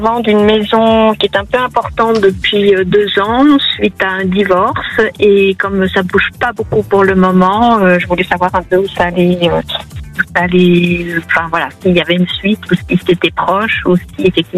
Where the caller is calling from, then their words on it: Courbiac, Nouvelle-Aquitaine, France; moi, je suis dans le Lot-et-Garonne. Je suis à Courbiac, exactement.